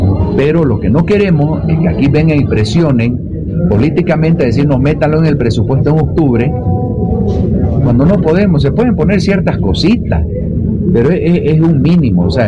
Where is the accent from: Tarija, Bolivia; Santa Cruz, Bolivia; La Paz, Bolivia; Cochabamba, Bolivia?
Santa Cruz, Bolivia; Yo soy cruceño